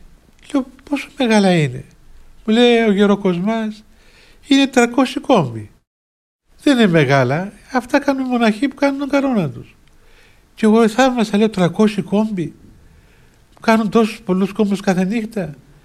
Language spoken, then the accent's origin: Greek; Cyprus; γιατί θεωρούμε αλλοδαπός ως Κύπριος